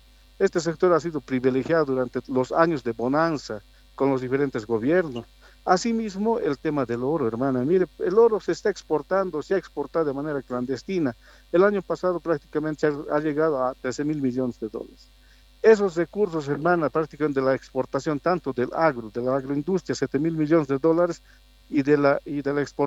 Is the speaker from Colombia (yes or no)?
no; Bolivia; Nosotros como bolivianos